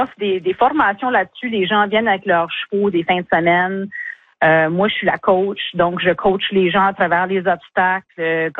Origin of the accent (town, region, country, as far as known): Edmundston, New Brunswick, Canada; born or raised there; also born or lived in Moncton